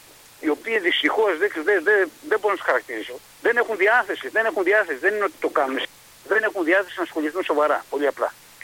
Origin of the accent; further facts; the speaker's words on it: Greece; εμείς σαν Έλληνες